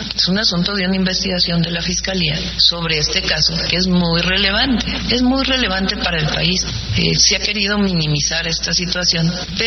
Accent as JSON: {"language": "Spanish", "country": "Mexico", "said": "No, pero tenemos que ser muy serios como mexicanos"}